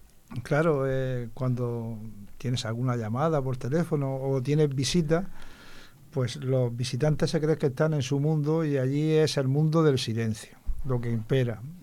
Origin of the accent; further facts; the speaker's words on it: Archena, Region of Murcia, Spain; en mi pueblo natal, en Alchena